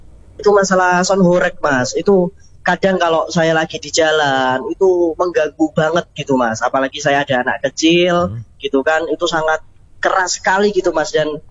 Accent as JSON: {"language": "Indonesian", "town": "Magelang", "region": "Central Java", "country": "Indonesia", "tie": "born or raised there", "moved": "yes", "lives_now": "Jember, Indonesia", "said": "Saya ini kan aslinya dari Magelang, Mas, dari Jawa Tengah. Saya pindahan gitu, Mas, di Jember."}